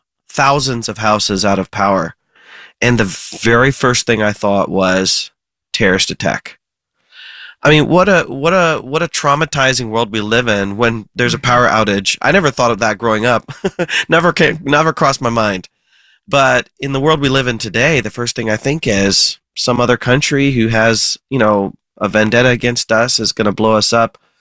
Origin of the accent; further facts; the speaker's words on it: Ohio, United States; I grew up in Ohio. I love the environment I grew up in. I loved my neighborhood, my church.